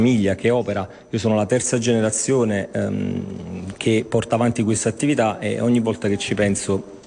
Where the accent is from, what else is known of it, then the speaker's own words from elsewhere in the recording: Naples, Campania, Italy; per me lo ripeto da buon napoletano come mantra